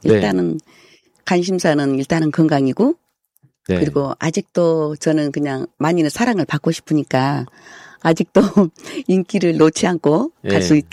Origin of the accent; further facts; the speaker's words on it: Mokpo, South Jeolla, South Korea; 저 목포에서 왔는데요.